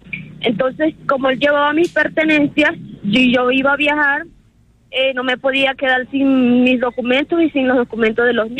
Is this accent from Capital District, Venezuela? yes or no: no; Zulia, Venezuela; now in Colombia; Somos venezolanas.